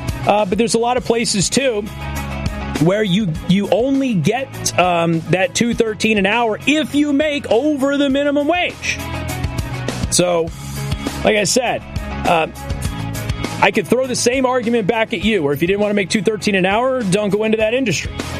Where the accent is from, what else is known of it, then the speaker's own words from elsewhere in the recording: Las Vegas, Nevada, United States; moved away; I'm from Las Vegas, I'm from the service capital of the world